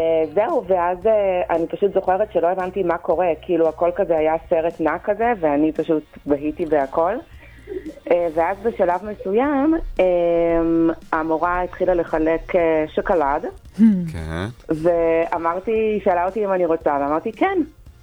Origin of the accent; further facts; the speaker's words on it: Jerusalem, Jerusalem District, Israel; born there; Hebrew is a second language; also born or lived in former Soviet Union